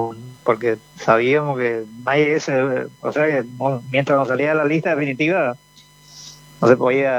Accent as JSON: {"language": "Spanish", "country": "Paraguay", "tie": "born there", "said": "nosotros honestamente nacimos en Ferreira, o sea que departamento de Coronel Martín, o sea que el pueblito de Coronel Martín"}